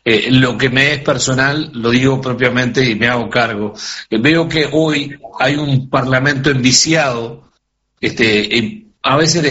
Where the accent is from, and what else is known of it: Uruguay